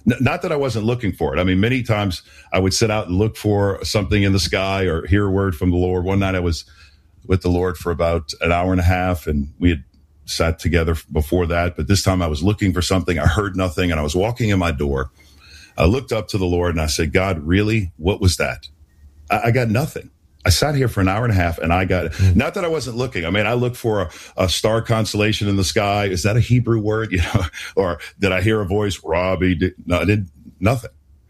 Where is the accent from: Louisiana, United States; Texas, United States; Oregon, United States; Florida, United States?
Louisiana, United States; New Orleans; born or raised there